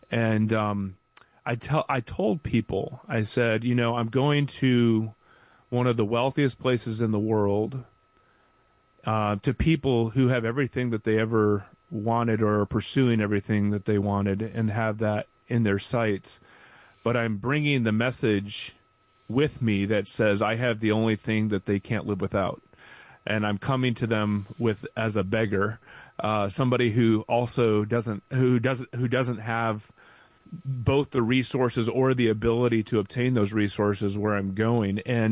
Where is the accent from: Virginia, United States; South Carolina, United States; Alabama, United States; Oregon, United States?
South Carolina, United States; born or raised there